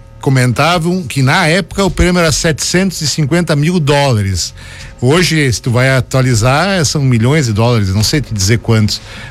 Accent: Farroupilha, Rio Grande do Sul, Brazil; born there

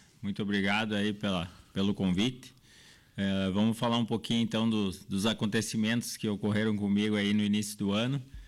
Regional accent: Boa Vista do Incra, Rio Grande do Sul, Brazil; Eu sou do município natural, do município de Boa Vista do Inca, que é no lado

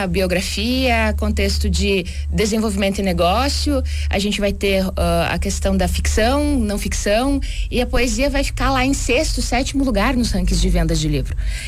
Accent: Porto Vera Cruz, Rio Grande do Sul, Brazil; also born or lived in Nova Araçá; now in Garibaldi, Brazil; A minha cidade natal é Porto Vera Cruz, lá na fronteira do estado, mas morei quase 20 anos na região da Serra já.

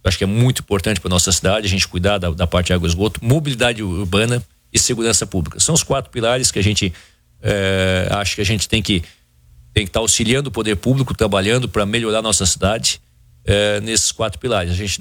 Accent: Balneário Camboriú, Santa Catarina, Brazil; born there; Eu nasci em Balneário Camboriú, né?

